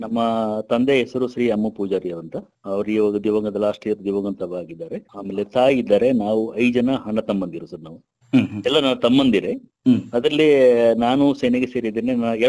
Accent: Murnad, Karnataka, India; also born or lived in Mysore; ಮೂಲತಃ ಮೂರ್ನಾಡು ಕಿಗ್ಗಾಲು ಗ್ರಾಮದವನು. … ನಾನು ಹುಟ್ಟಿದ್ದು ಓದಿದ್ದು ಎಲ್ಲ ಮೂರ್ನಾಡಿನಲ್ಲೇ ಓದಿರೋದು.

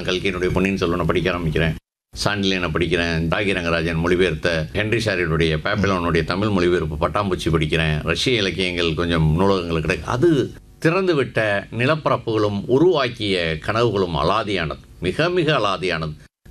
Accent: Madurai, Tamil Nadu, India; moved away; also born or lived in Chennai; என்னுடைய சொந்த ஊர் மதுரை. மதுரையில் தல்லாகுளம். தல்லாகுளம்ன்றது நகரனுடைய மத்தியில் வைகை வடகரையில் இருக்குது. 100 வருஷத்துக்கு மேலே அங்கே இருக்கோம்னு நினைக்கிறேன்.

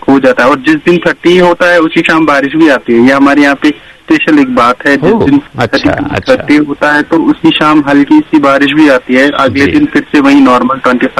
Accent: Jammu and Kashmir, India; तब हम कश्मीरी लोग भी जैसे आपके वहाँ पे आते हैं घूमने, हम भी यहाँ पे घूमने निकलते हैं बच्चों के साथ।

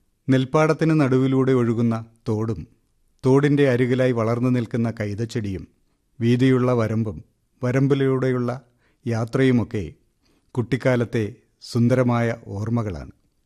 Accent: Punakkannur, Kerala, India; കൊല്ലം ജില്ലയിലെ പുനക്കന്നൂർ എന്ന ഗ്രാമത്തിലാണ് ഞാൻ ജനിച്ചത്.

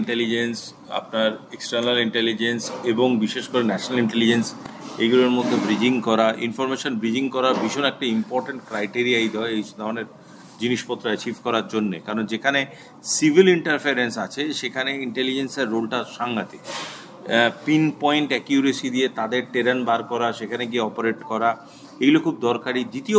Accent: West Bengal, India; আমাদের পশ্চিমবাংলার মানুষজনের মতনই, তারাও ভারতীয়, আমরাও ভারতীয়।

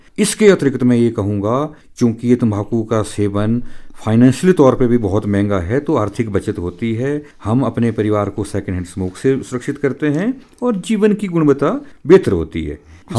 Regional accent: Himachal Pradesh, India

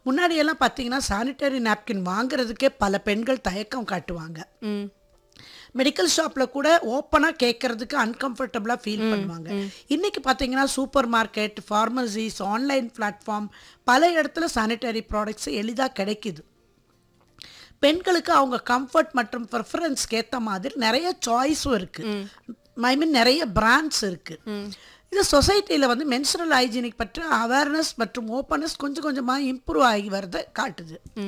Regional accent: Coimbatore, Tamil Nadu, India; நான் கோயம்புத்தூர்லேயே பிறந்து வளர்ந்தது.

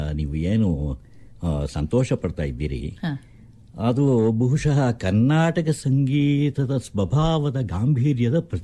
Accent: Mysore, Karnataka, India; ನಾನು ಮೈಸೂರಿನವನೇ, ಮೈಸೂರಿನಲ್ಲಿ ಹುಟ್ಟಿದವನು ಬೆಳೆದವನು.

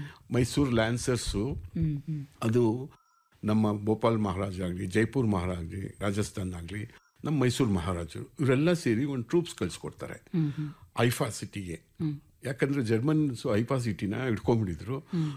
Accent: Bengaluru, Karnataka, India; ಮೂಲತಃ ಬೆಂಗಳೂರಿನವರೇ.

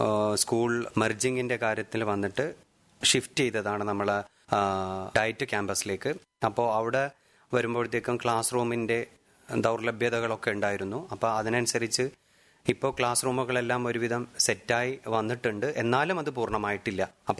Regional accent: Kavaratti, Lakshadweep, India; also born or lived in Kiltan; നാട്ടിലേക്കാണ് വരുന്നത്, കവരത്തിയിലേക്ക് വരുന്നു

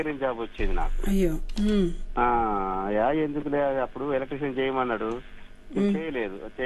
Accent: Rampuram, Telangana, India; Madam మాది భద్రాద్రి కొత్తగూడెం జిల్లా రాంపురం గ్రామం మేడం.

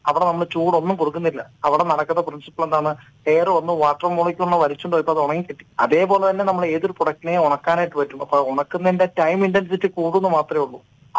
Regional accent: Kanjikuzhi, Kerala, India; born there; നമ്മുടെ നാട്ടിലൊക്കെ ആലപ്പുഴ കഞ്ഞിക്കുഴി അറിയാവുന്ന ഒരു ഏരിയയാണല്ലോ ഏറ്റവും കൂടുതൽ അഗ്രികൾച്ചർ ആൾക്കാരുള്ള ഏരിയയാണ് കഞ്ഞിക്കുഴി.

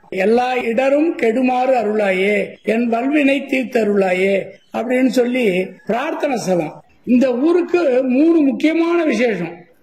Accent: Annan Perumal Koil, Tamil Nadu, India; என்னுடைய சொந்த ஊர் அண்ணன் பெருமாள் கோயில்.

